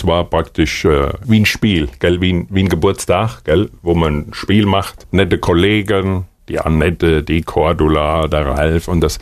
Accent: Hesse, Germany; Ich komme ja aus Hessen, da gibt es den Hessischen Rundfunk

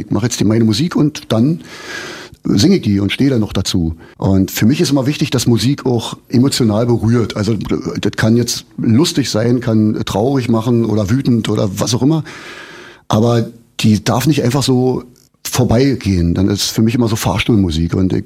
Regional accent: Brandenburg, Germany

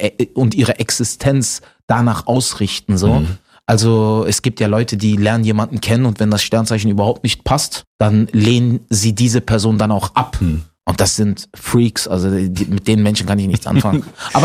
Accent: Berlin, Germany; Ja. Geboren und aufgewachsen.

